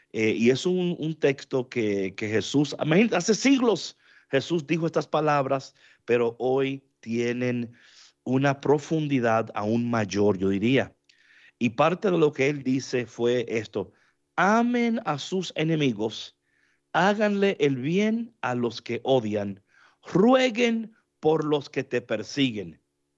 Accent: Dominican Republic; now in León, Mexico; como dicen por ahí en mi país de la República Dominicana.

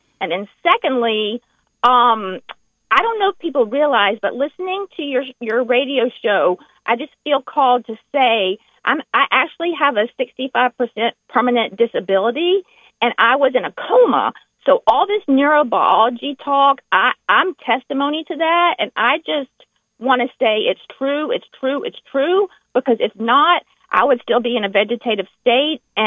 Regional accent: the South, United States; accent: Southern; now in Northern Virginia, United States

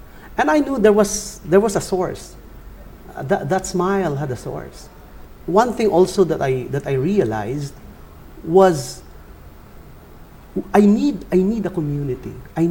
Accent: Angono, Calabarzon, Philippines; So I come from Angono, Rizal, which is miles and miles away from Makati, where we are right now.

